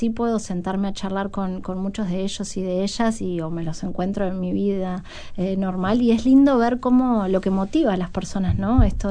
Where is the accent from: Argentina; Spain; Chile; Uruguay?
Uruguay; creo que habla bien de lo que somos como uruguayos y como Uruguay también